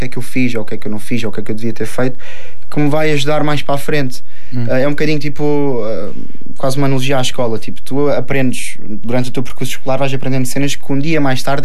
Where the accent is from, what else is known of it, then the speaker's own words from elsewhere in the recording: Faro, Portugal; Pá, eu sou farense, sou algarvio, eu respiro o Algarve, eu adoro a minha terra, adoro a minha zona, adoro as pessoas daqui, adoro a nossa maneira de falar.